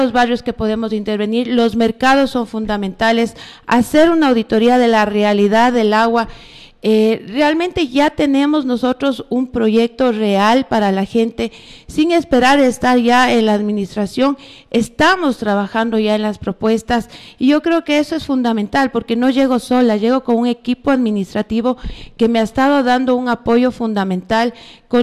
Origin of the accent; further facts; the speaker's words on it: Ambato, Tungurahua, Ecuador; con todos quienes somos la gente de Ambato, quienes más nos necesitan, que son la gente del día a día